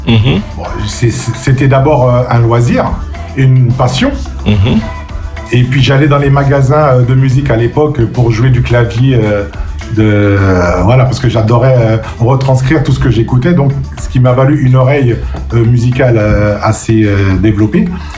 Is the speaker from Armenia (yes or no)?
no; Guadeloupe; En tant que Guadeloupéen